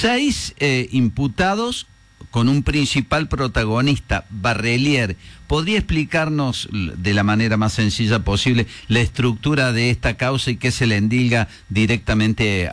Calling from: Córdoba, Argentina; Buenos días … de Barrio General Paz en toda la noche y en este momento no tenemos luz.

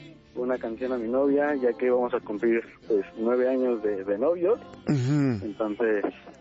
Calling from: Mexico; Desde aquí de Ciudad de Neta

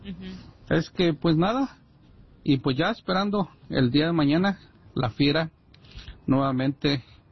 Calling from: Mexico; Aunque como hispanos o mexicanos

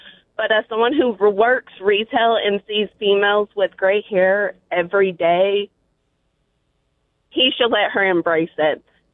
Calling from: Rock Springs, Wyoming, United States

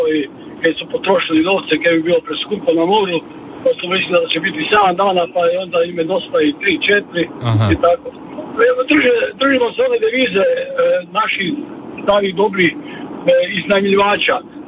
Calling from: Karlovac, Karlovac County, Croatia

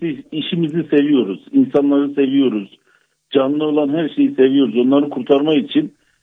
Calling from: Gaziantep, Turkey; Gastronomi şehri. Gaziantep'ten.

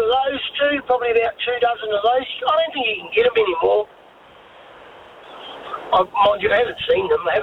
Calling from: Whangarei, Northland, New Zealand; No, I come down from Whangarei every night and then get a load and go home again.

